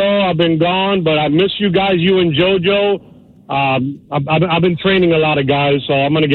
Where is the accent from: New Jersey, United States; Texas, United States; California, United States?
New Jersey, United States; I grew up in North Jersey in the 70s.